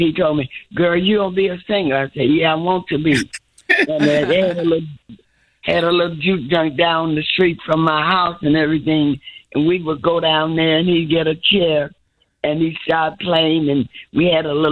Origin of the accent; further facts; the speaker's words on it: Arkansas, United States; I'm from Arkansas